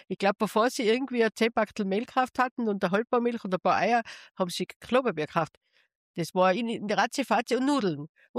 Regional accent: Tyrol, Austria; Also in Tirol, wo ich herkomme, da ist ja eins nach dem anderen zugesperrt

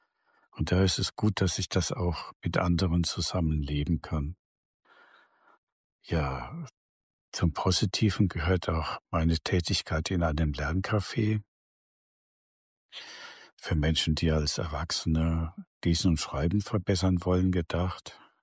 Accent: Germany; und ich bin aus Deutschland

